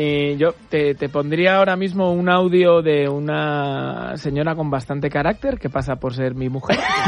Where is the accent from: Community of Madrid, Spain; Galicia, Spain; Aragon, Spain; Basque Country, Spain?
Community of Madrid, Spain; Madrid